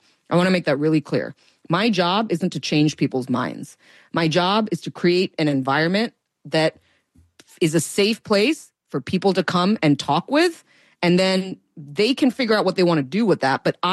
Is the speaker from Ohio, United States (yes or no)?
yes; Ohio, United States; I grew up in Ohio in a particular town that was the epicenter of the opioid outbreak in Ohio.